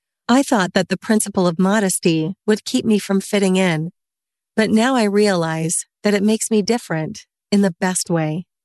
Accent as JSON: {"language": "English", "country": "Colombia", "tie": "born or raised there", "second_language": "English", "moved": "yes", "said": "so different from the small city I grew up in back in Colombia."}